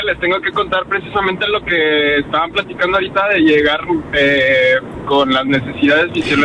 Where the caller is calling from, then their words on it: Monterrey, Nuevo León, Mexico; de Monterrey.